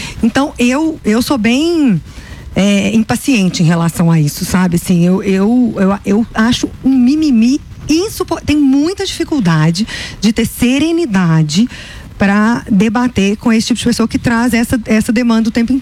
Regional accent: Belo Horizonte, Minas Gerais, Brazil; eu sou de BH, da capital.

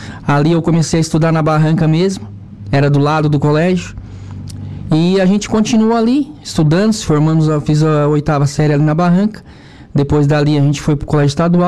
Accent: Araranguá, Santa Catarina, Brazil; born there; also born or lived in Turvo / Ermo; E depois, após isso, a gente veio já para Araranguá.

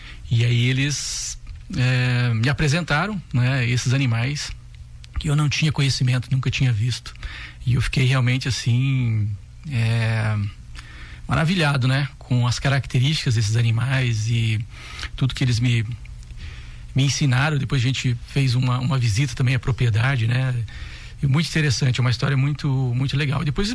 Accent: Londrina, Paraná, Brazil; moved away as an adult; now in Lages, Brazil; Eu não sou daqui, né? Eu sou londrinense, né? Sou do norte do Paraná, sou de Londrina.

